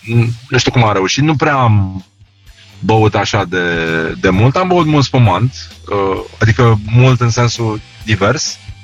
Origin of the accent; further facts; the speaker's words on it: Brăila County, Romania; La noi în Brăila se mânca rece.